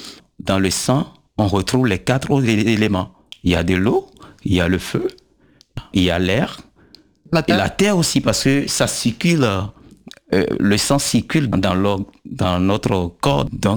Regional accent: Abomey, Zou, Benin; born or raised there

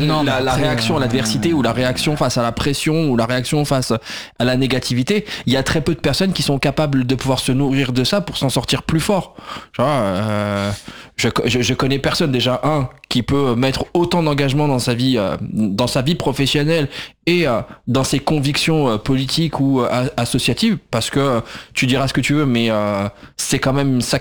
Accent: France

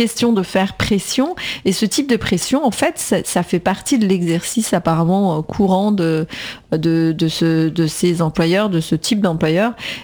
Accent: Argenteuil, Île-de-France, France; je suis accompagnée par un ami d'enfance, on a grandi ensemble à Argenteuil, Maître Amida.

